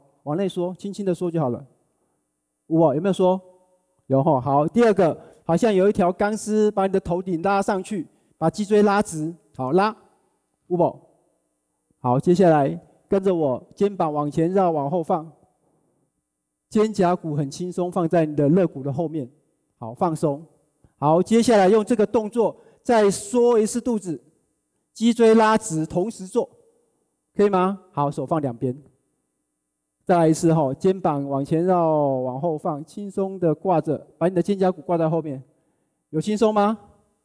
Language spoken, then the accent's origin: Chinese; Hualien, Hualien County, Taiwan; 我自己是一个花莲人啊，从小在花莲长大。